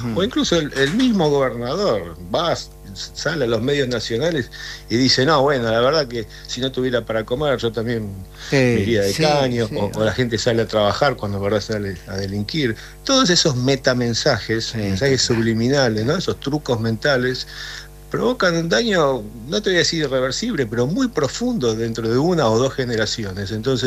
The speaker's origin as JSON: {"language": "Spanish", "country": "Argentina", "said": "Somos todos el mismo equipo, somos todos argentinos."}